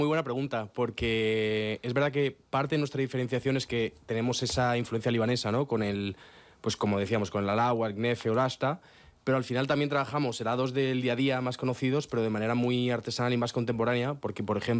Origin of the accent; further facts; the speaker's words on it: Spain; now in Madrid, Spain; como yo soy español y él es libanés